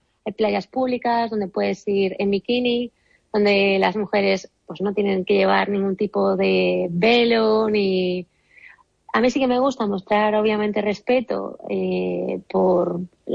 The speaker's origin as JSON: {"language": "Spanish", "country": "Spain", "moved": "as an adult", "lives_now": "Dubai, United Arab Emirates", "said": "soy la única española"}